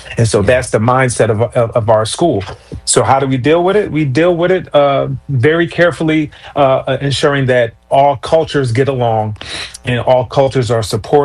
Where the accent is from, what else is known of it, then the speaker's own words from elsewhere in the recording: Philadelphia, Pennsylvania, United States; when I grew up in South Philly